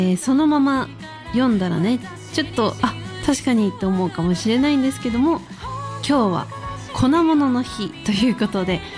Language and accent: Japanese; Tokyo, Japan; 私東京出身なんですけど